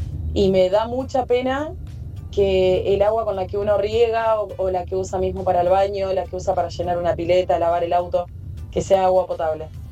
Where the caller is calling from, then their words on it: Escobar, Buenos Aires Province, Argentina; Hola, buenos días … de Escobar.